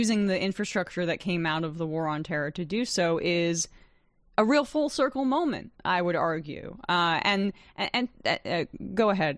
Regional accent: New Jersey, United States; growing up in New Jersey, perhaps, it, you know, you have that, there's a strong Muslim and Palestinian community in North Jersey, which is where I'm from.

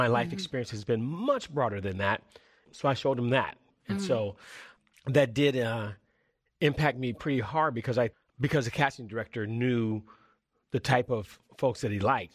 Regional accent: Oakland, California, United States; I grew up in Oakland.

